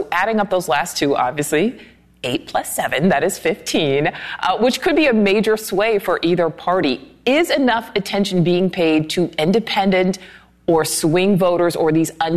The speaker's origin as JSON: {"language": "English", "region": "Nebraska", "country": "United States", "tie": "born there", "said": "that was in my home state of Nebraska."}